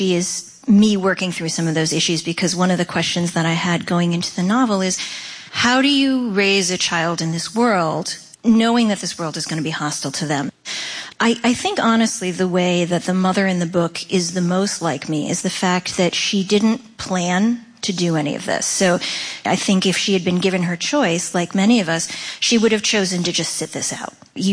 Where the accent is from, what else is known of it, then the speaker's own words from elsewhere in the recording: Pennsylvania, United States; born there; In my first elementary school, I was born outside of Pittsburgh, and I was one of 2 people of color.